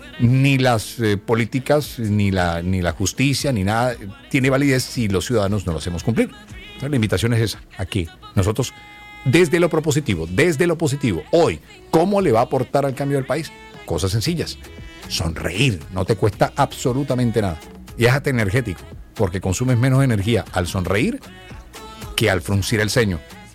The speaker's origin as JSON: {"language": "Spanish", "country": "Colombia", "said": "fortalecernos como colombianos"}